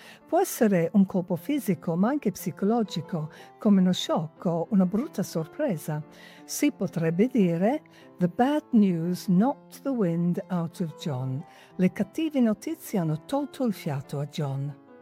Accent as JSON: {"language": "Italian", "region": "England", "country": "United Kingdom", "moved": "yes", "said": "siccome sono inglese"}